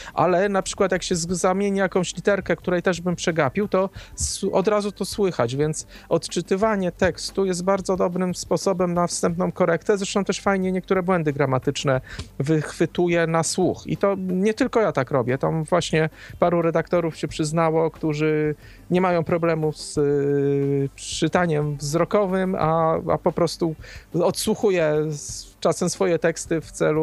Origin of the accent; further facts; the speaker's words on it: Lviv, Lviv Oblast, Ukraine; A skąd pan jedzie? Z Wrocławia? To ja też z Lwowa.